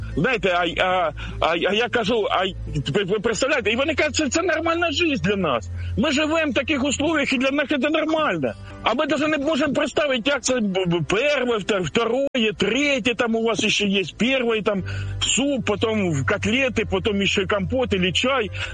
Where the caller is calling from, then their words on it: Kharkiv, Kharkiv Oblast, Ukraine; я із Харкова вас безпокою.